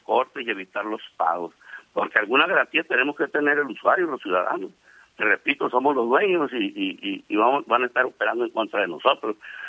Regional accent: Mexico; Se supone que los dueños de CFE somos los mexicanos, somos nosotros

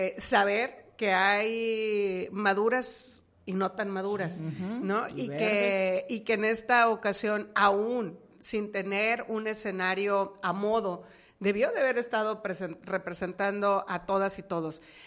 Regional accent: Mexico; festejar como mexicanos que nos sentimos orgullosos

